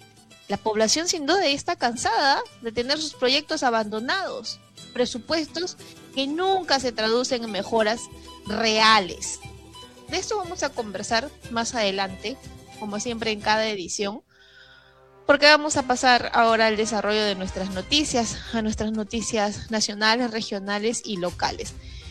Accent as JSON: {"language": "Spanish", "country": "Peru"}